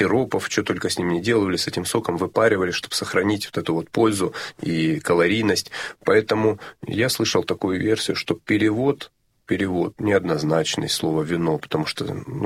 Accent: Rostov-on-Don, Rostov Oblast, Russia; also born or lived in Razdorskaya, Rostov Oblast; я вообще из Ростова-на-Дону, а жили мы в области

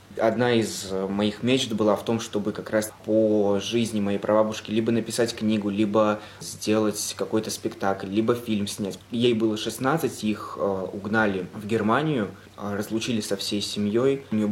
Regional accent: Lithuania; Я приехал из Литвы. Сам День Победы у нас в Литве 8 мая.

